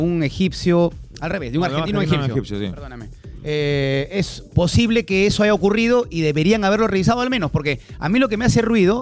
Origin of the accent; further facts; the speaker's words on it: Peru; acá por lo menos en el Perú